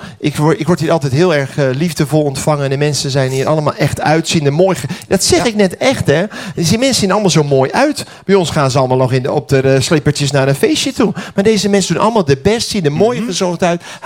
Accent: Netherlands; Nou, ik ben een echte Hollander, hè? Dat horen jullie wel, hè?

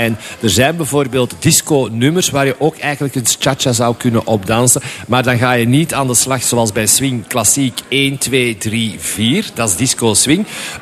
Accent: Flanders, Belgium; Ik kom zelf oorspronkelijk uit de Kempen, ook al is de dansstudio in Antwerpen.

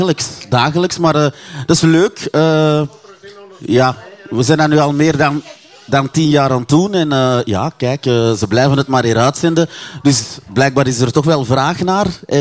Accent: Mali; Wel, dus ik ben geboren in Mali. In een klein dorpje. Waar er eigenlijk alleen maar hutten zijn.

